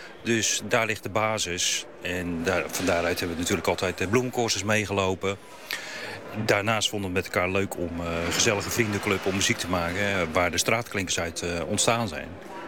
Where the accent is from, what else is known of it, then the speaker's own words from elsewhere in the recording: Sassenheim, South Holland, Netherlands; Helemaal uit Sassenheim, ja.